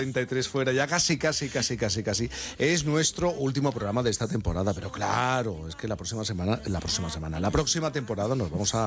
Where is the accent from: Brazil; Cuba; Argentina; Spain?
Spain; Sanlúcar de Barrameda, Andalusia; Hombre, Sanlúcar, a mi tierra.